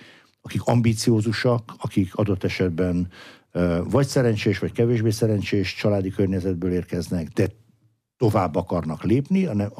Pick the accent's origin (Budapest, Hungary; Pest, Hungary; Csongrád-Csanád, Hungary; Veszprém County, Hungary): Veszprém County, Hungary; Veszprém; én, amikor visszajöttem, akkor a szülővárosom Veszprém készült arra, hogy Európa kulturális fővárosa legyen